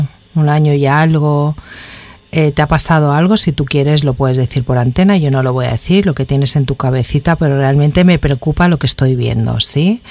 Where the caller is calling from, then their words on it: Mexico City, Mexico